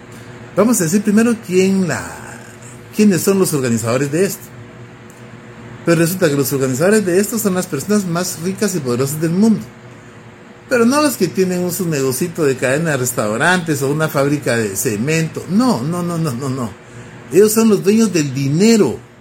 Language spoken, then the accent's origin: Spanish; Guatemala